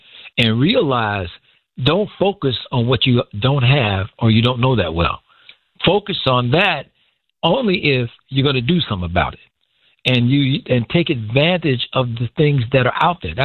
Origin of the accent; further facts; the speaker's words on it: Inglewood, California, United States; I grew up in Inglewood. My mother and father didn't even have college. Not college, high school degrees.